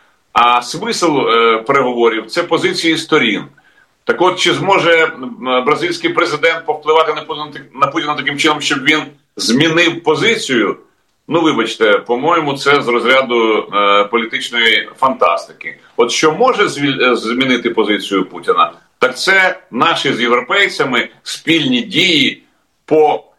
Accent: Belarus; Тому що вже ближче, ніж ми, білоруси, по-моєму, народів немає.

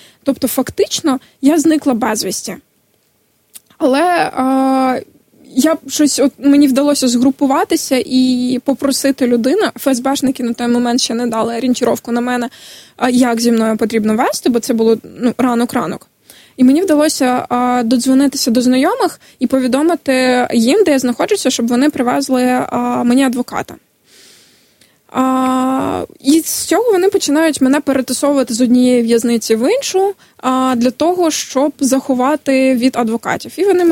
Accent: Crimea, Ukraine; born there; moved away; Прописано, що я народилася в Криму. Мої батьки в Криму.

